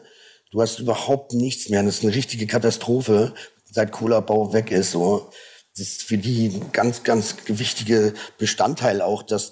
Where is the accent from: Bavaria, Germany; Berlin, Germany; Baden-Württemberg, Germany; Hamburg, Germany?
Berlin, Germany; Für mich als Berliner natürlich auch nicht so einfach.